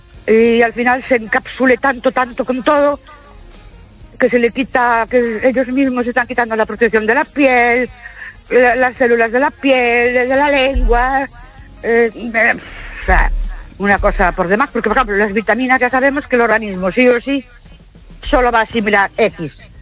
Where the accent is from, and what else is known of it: Ourense, Galicia, Spain